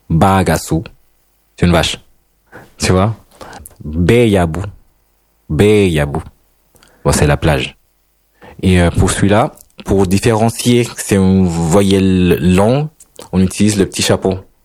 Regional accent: Honduras; moved away; moi, je viens d'Honduras.

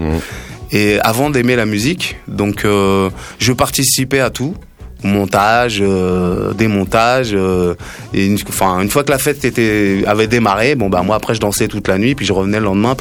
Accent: Paris, Île-de-France, France; also born or lived in Seine-et-Marne; Moi je suis parisien

